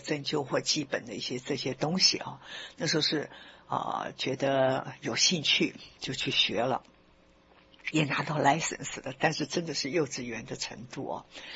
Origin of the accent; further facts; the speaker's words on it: China; 所以我们中国人有说齿摇动啊，眼茫茫啊，发苍苍哦，就是一个衰老的一个现象出来了。